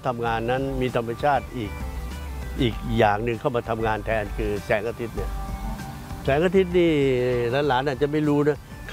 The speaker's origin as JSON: {"language": "Thai", "region": "Phetchaburi", "country": "Thailand", "tie": "born there", "said": "ได้บ้านในบ้านตัวเองนะที่จังหวัดเพชรบุรีเพราะปู่เกิดที่จังหวัดเพชรบุรี"}